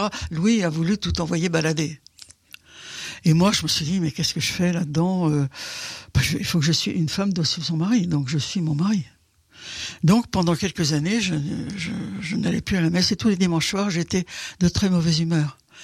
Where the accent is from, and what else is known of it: Centre-Val de Loire, France; born there